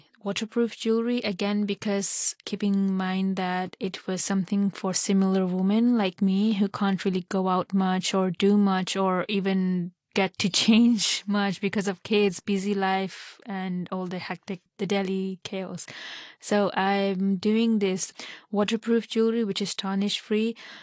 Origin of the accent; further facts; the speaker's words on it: Hong Kong; born there; I'm originally from Pakistan, but I was born in Hong Kong. We are four siblings. We were all born in Hong Kong.